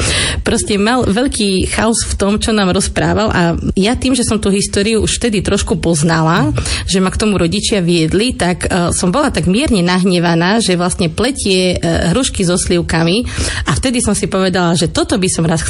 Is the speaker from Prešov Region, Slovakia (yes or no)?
yes; Stará Ľubovňa, Prešov Region, Slovakia; Ako moji rodičia rozprávajú, ja som jediná rodina Ľubovňanka, keďže moji rodičia sú taký, nazvala by som to východniarský mix, ja sa vždy smejem, že ja som čistý Šarišan, lebo moja mamka je zo Spiša a ocko je z Abova a presne v strede je Šariš, takže som čistý Šarišan.